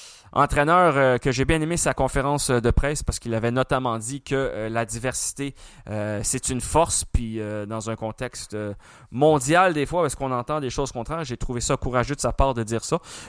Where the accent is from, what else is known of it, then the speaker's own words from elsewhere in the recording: Montreal, Quebec, Canada; il était chez nous, à Montréal, dans la belle province.